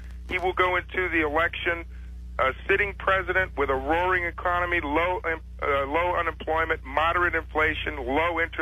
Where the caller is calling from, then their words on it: Detroit, Michigan, United States; I'm calling from Detroit, Michigan.